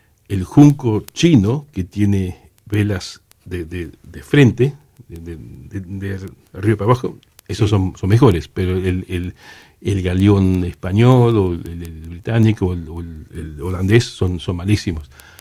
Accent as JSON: {"language": "Spanish", "region": "Santa Cruz", "country": "Argentina", "tie": "born or raised there", "said": "en Bahía San Gregorio, acá en el estrecho. Y yo lo conozco bien porque yo me crié en Estancia Cóndor, que queda 6 kilómetros"}